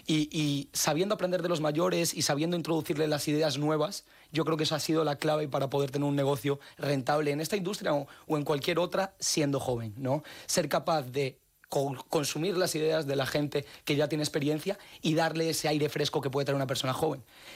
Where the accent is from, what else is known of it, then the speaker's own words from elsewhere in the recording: Colombia; Yo jugaba al fútbol de pequeño, yo vivía en Colombia